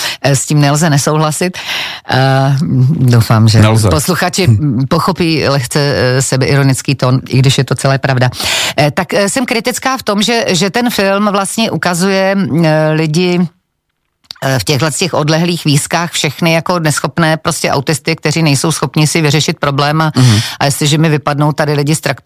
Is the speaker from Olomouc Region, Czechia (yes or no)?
yes; Šumperk, Olomouc Region, Czechia; když já jsem se tam narodila, tak tam ještě nebyl ten sídlák, takže tam byla ta vesnice. Takže moje rané dětství do těch prvních 10 let bylo vlastně venkovský